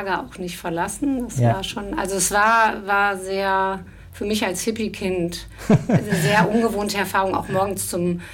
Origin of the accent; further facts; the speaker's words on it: West Germany, Germany; ich bin in Westdeutschland groß geworden